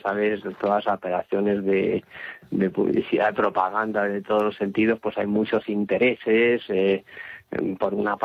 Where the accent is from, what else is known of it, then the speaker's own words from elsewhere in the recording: Spain; Pero bueno, como españoles sabemos que la leyenda negra tiene una sombra muy alargada.